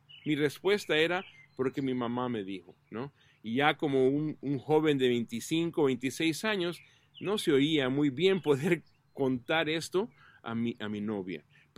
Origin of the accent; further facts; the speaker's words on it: El Salvador; moved away; nosotros, mis papás muy católicos, vinimos de El Salvador hace más de 40 años